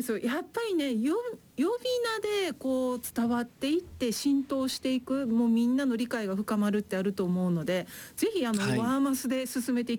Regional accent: Shikoku, Japan; で私はこう四国生まれ四国育ちなのでこうピンとこなかったんですけれども

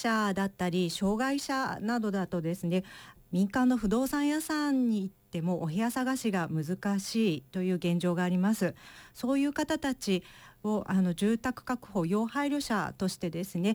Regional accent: Ibaraki, Japan; 私の地元の方にこちらの仕組みをですね持って帰りたいって強く思いました

